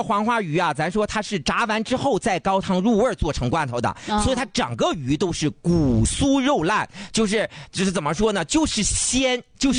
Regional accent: Dalian, Liaoning, China; 我们大连人都爱戴，

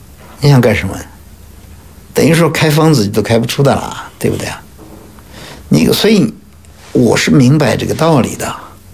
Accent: China; 我觉得我们中国人也做得到的

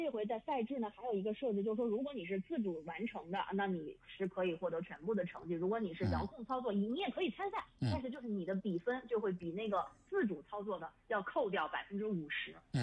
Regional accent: China; 就很像我们中国人从小就知道的一个故事

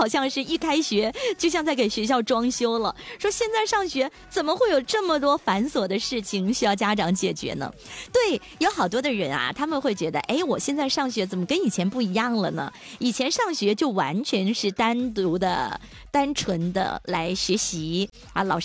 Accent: China; 也不是说我们中国人就是有这种很随大溜的从众心理，

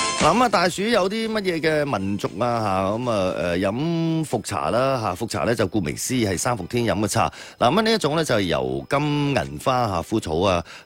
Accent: Guangdong, China; 我哋广东人咧都系叫凉粉啦

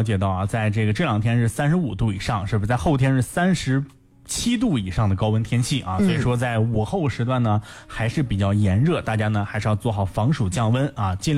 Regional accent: Shanxi, China; 不过咱们山西人都小气是不是啊

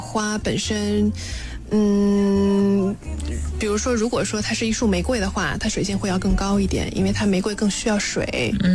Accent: China; 但是我们中国人会对菊花有一些忌讳

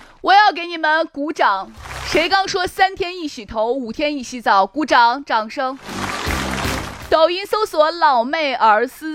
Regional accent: Shaanxi, China; accent: Shaanxi dialect; 我们陕西话叫跳蚤

